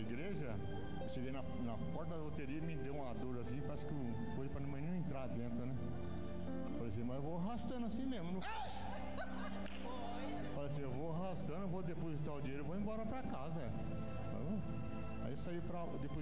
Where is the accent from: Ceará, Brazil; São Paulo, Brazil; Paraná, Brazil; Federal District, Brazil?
Paraná, Brazil; Curitiba; Sou lá de Curitiba, mas eu vim aqui com todo prazer, mas não tem preço.